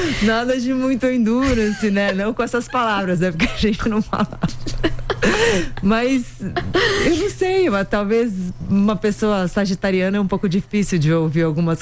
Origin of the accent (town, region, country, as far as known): Santos, São Paulo, Brazil; now in São Paulo, Brazil